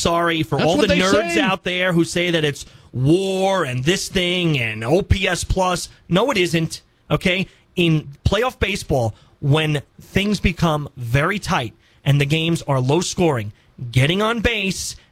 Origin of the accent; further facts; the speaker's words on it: New York City, New York, United States; I remember it because I grew up in New York City